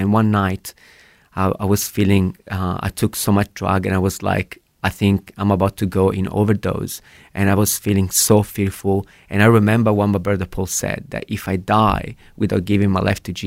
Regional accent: Verona, Veneto, Italy; also born or lived in South Italy; Yeah, so I was born in South Italy in 1988. In a beautiful Christian household.

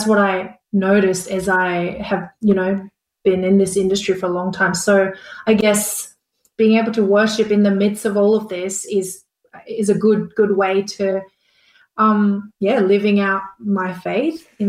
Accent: Brisbane, Queensland, Australia; Yeah, so I grew up in Brisbane going to a Korean church

